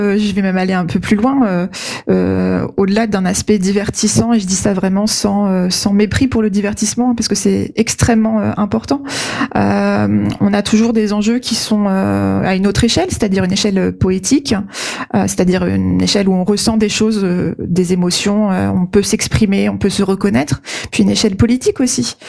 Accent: Caen, Normandy, France; born there; au Salon du Livre de Caen, qui est ma ville natale.

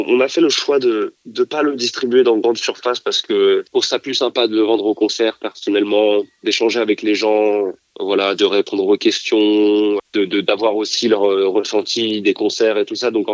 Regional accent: Rennes, Brittany, France; parce que je suis rennais, moi, de base.

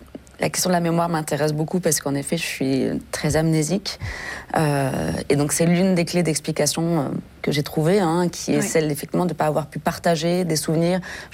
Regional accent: Paris, Île-de-France, France; Non, j'ai grandi à Paris.

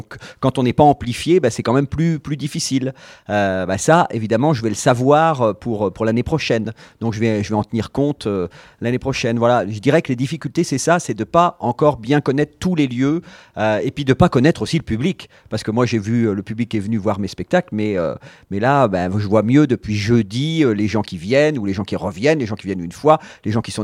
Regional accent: Poitiers, Nouvelle-Aquitaine, France; moi je suis de Poitiers.

